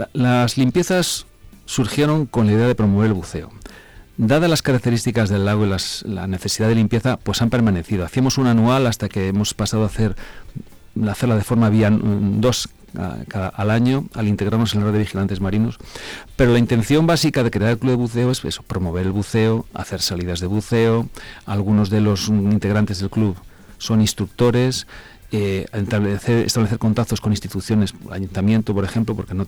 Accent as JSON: {"language": "Spanish", "area": "Zamora", "region": "Castile and León", "country": "Spain", "said": "los que somos zamoranos de la EGB"}